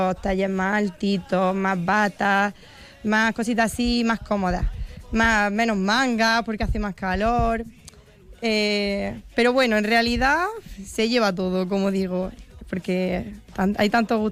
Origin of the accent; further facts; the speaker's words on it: Baza, Andalusia, Spain; a mí me encanta vender cosas de mi pueblo